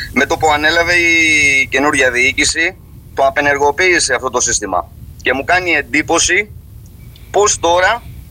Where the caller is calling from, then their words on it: Kypseli, Ionian Islands, Greece; στο χωριό μου, στην Κυψέλη και στο Τραγάκι